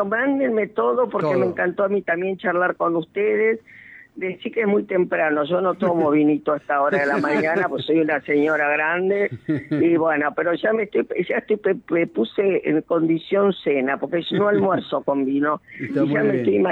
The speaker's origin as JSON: {"language": "Spanish", "country": "Argentina", "said": "damos pruebas de que somos argentinos, que amamos, yo he recorrido mi país, lo amo"}